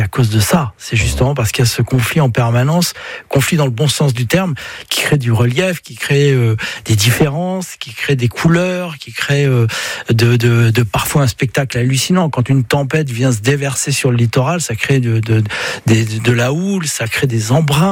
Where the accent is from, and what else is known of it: Brittany, France